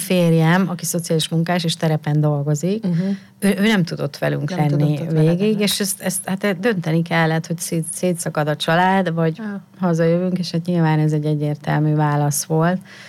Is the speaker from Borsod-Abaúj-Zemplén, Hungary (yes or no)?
yes; Miskolc, Borsod-Abaúj-Zemplén, Hungary; Tehát én Miskolcról származom, ugye Észak-Kelet-Magyarország, nagyon pici hely